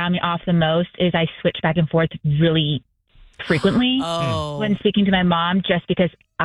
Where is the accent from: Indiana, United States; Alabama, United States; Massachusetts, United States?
Indiana, United States; born there; first language English; So I was born here. English is my first language, but I also speak Korean.